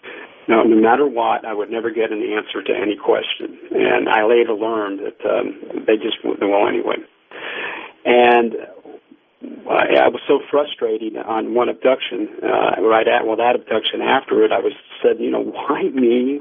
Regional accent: United States; So, my bloodline is Italian, but I mean I've been third generation, whatever, second generation. I'm American.

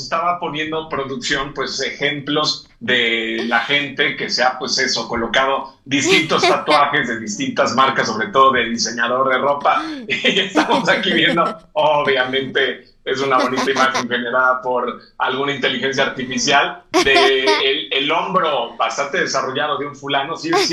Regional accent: Cancún, Quintana Roo, Mexico; moved away; yo que crecí en Cancún

